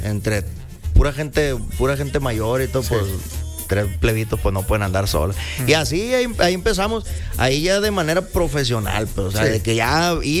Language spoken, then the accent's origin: Spanish; Ciudad Obregón, Sonora, Mexico; de allá somos, de Obregón, sí. Sonora, y bendecidos y orgullosos de ser de allá.